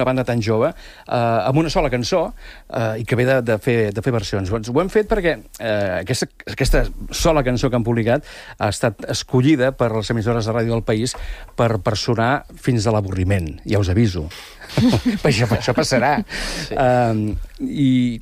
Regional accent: Manlleu, Catalonia, Spain; Jo soc de Manlleu

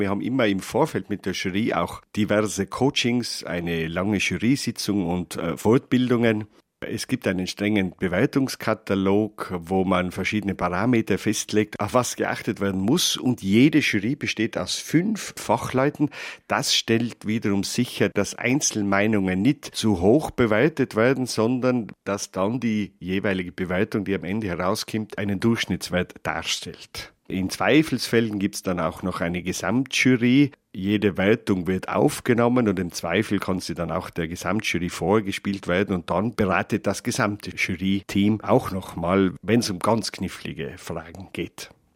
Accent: Austria; oder auch bei uns in Österreich dann Gruppen hört, oder auf Bühnen sieht und man sich noch erinnern kann, die waren auch bei uns einmal in Innsbruck

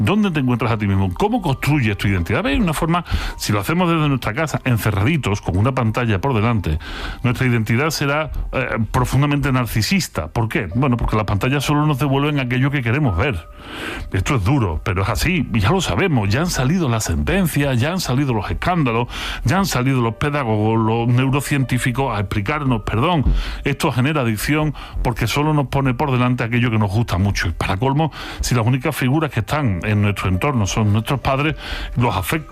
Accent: Andalusia, Spain; que decíamos cuando éramos chicos aquí en Andalucía

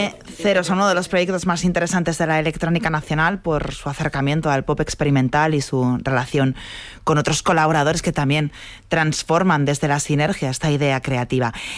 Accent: Spain; Crecí en España, ¿vale? No he crecido en otro país.

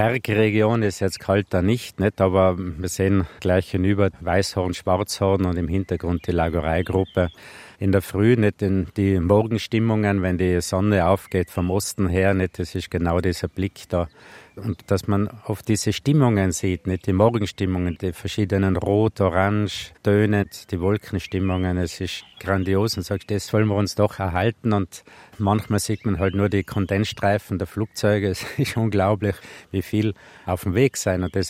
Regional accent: Tyrol, Austria; Und da sind wir mal öfter unterwegs im Stubai, wo ich aufgewachsen bin.

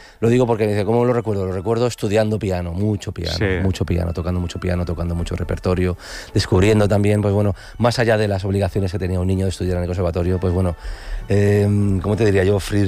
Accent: Valencia, Valencian Community, Spain; born there; Yo vengo de Escolapios, de las escuelas pías en Valencia.

